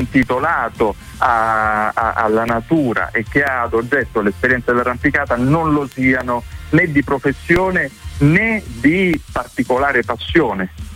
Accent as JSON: {"language": "Italian", "town": "Rome", "region": "Lazio", "country": "Italy", "tie": "born there", "said": "Mio papà è calabrese, mia mamma è abruzzese, io sono nato a Roma"}